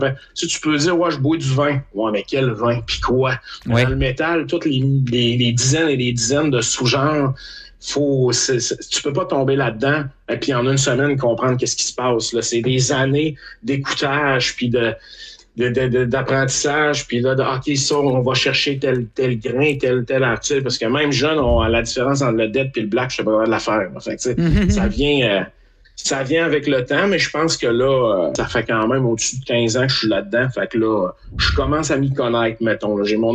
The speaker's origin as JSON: {"language": "French", "region": "Quebec", "country": "Canada", "moved": "as an adult", "lives_now": "Quebec City, Canada", "said": "je suis au Québec, mais je viens d'une région au Québec, le Saguenay-Lac-Saint-Jean. J'ai déménagé dans la ville. Moi, en ce moment, je suis dans la capitale nationale à Québec. Alors, je suis ici depuis 2012. J'avais déménagé pour des raisons de musique"}